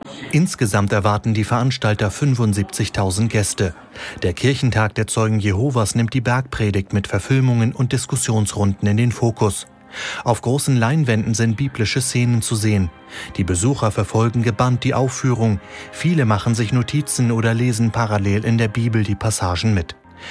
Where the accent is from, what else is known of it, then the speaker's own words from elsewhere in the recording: Ukraine; die große Freude, die ich hier miterleben darf, irgendwie in die Ukraine mitnehmen kann. Denn in meiner Heimat haben wir ehrlich gesagt leider schon vergessen, was Freude überhaupt ist.